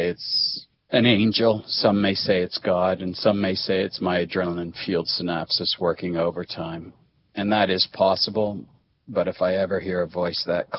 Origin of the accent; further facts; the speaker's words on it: Canada; moved away as an adult; I'm a Canadian. I was living and working in New York. I lived in New Jersey.